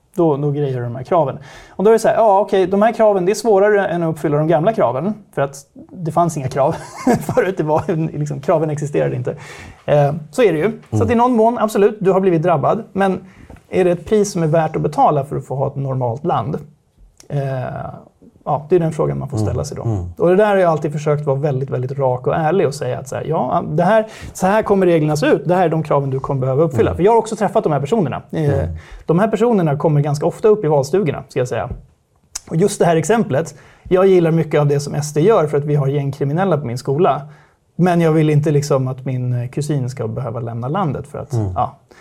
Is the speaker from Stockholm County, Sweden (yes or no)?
yes; Stockholm, Stockholm County, Sweden; Jag kommer från Stockholm. Akademiker bakgrund. Jag är jurist från början.